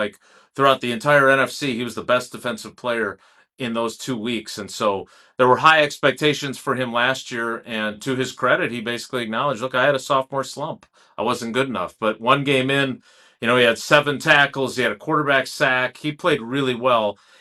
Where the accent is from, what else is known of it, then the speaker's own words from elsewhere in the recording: Milwaukee, Wisconsin, United States; I grew up in Milwaukee.